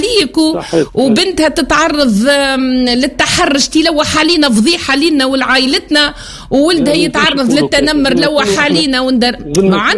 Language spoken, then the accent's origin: Arabic; Tunisia; ولاو التوينسا الأصليين اللي عندهم جنسيتهم التوينسا متاعنا، أولاد حومتنا وبنات حومتنا ومن جهاتنا،